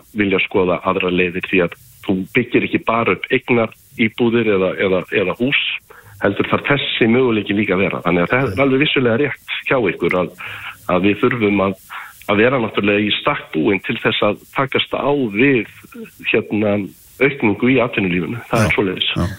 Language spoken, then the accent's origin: Icelandic; Siglufjörður, Northeastern Region, Iceland; Ég fættur uppalinn á Siglufirði